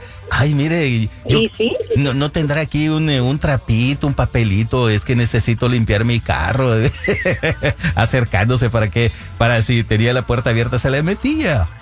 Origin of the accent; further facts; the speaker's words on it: Santa Ana, El Salvador; moved away; allá en mi tierra, en Santa Ana